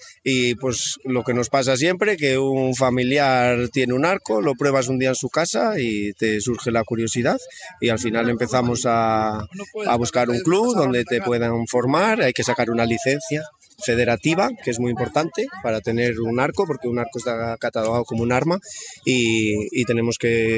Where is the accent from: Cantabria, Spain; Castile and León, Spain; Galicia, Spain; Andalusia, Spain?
Cantabria, Spain; Yo que por ejemplo somos de Cantabria, tenemos la campeona de España de esta modalidad